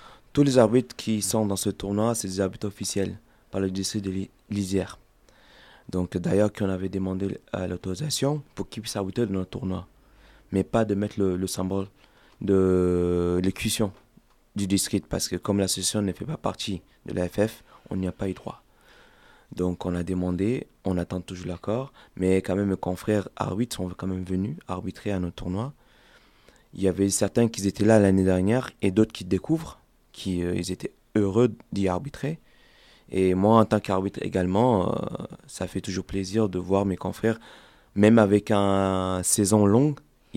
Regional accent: Gabon; Donc, en tant que Gabonais, je pense à lui

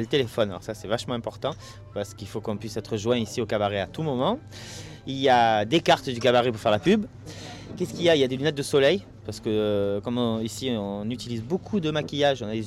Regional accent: Marseille, Provence-Alpes-Côte d'Azur, France; parce que je viens de Marseille.

